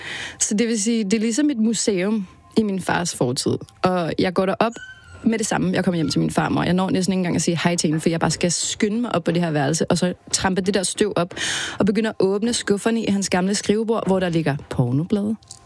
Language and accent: Danish; Copenhagen, Capital Region of Denmark, Denmark; born there; det hører vi hjemme i Vanløse